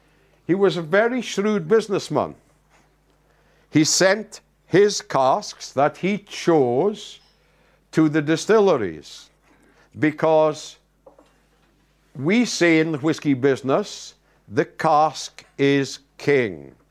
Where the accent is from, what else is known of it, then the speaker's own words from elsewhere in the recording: Aberdeen, Scotland, United Kingdom; When I was a young boy in Aberdeen, my hometown, I used to go with my mother to do some grocery shopping in a store called Shivers Brothers